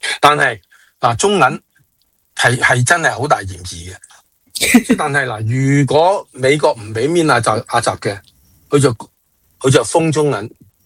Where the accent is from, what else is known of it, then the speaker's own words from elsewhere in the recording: Hong Kong, China; 作为我系香港人，我仲喺香港嘅 KOL，